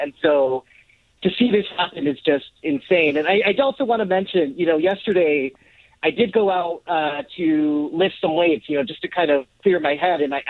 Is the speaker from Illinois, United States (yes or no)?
no; Tustin, California, United States; we grew up in Orange County and Tustin